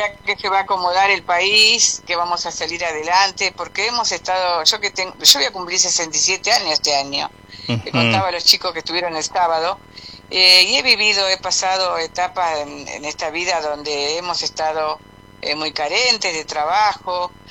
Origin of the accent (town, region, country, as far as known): Argentina